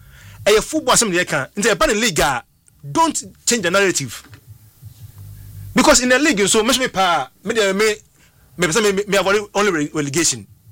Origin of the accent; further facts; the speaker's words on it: Yemen; English is a second language; Then because I'm from Yemen, you know, my AF in time for him, the Moka.